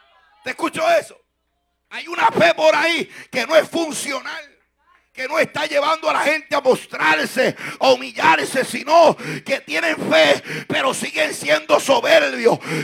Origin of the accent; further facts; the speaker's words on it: Puerto Rico; Es un dicho que dice en mi país Puerto Rico.